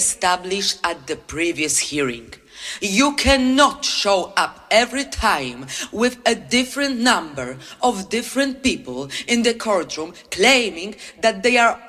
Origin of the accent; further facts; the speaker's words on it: Poland; English is a second language; Our band name is … we are from Poland.